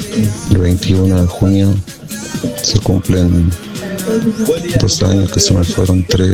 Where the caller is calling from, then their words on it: Cutral Có, Neuquén, Argentina; Hola, amigos … de Cutralco.